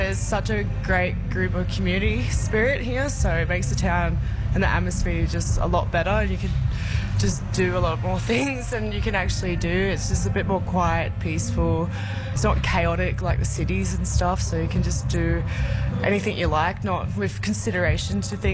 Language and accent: English; Port Macquarie, New South Wales, Australia; now in Coonabarabran, Australia; I am from Port Macquarie originally, from the coast, and so I didn't think I would actually like Coonabarabran at the start, but since living here